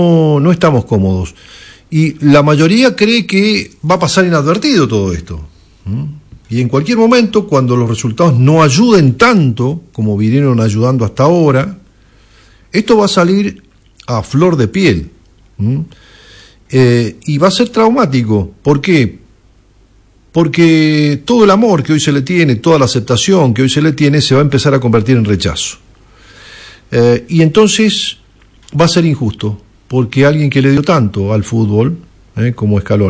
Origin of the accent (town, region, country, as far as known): Argentina